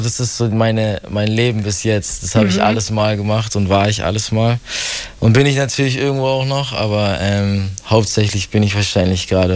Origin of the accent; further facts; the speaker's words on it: Bavaria, Germany; Ich bin aufgewachsen mit, wir waren 6 Geschwister, was sehr schön ist, in einem Dorf bei München, in einem Vorort.